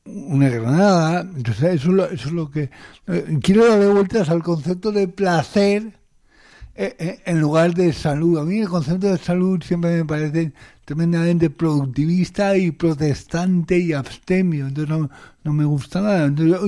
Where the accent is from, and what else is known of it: Spain